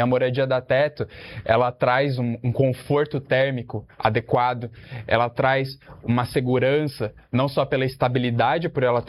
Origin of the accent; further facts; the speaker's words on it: São Paulo, Brazil; Eu fui criado na Zona Oeste, região próxima ali de Pinheiros, então é uma realidade totalmente distante da minha.